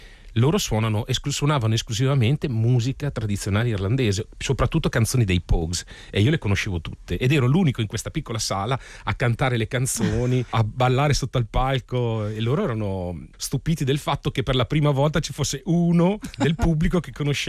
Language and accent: Italian; Carpi, Emilia-Romagna, Italy; Io sono cresciuto a Carpi, in Emilia.